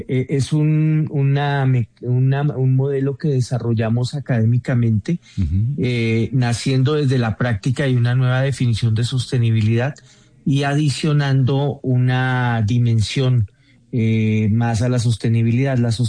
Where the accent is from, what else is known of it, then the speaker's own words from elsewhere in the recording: Colombia; now in Mexico City, Mexico; Para mí como colombiano y un colombiano que lleva un buen rato fuera del país, es un placer enorme poder hablar contigo y hablarle a nuestros paisanos, a los colombianos.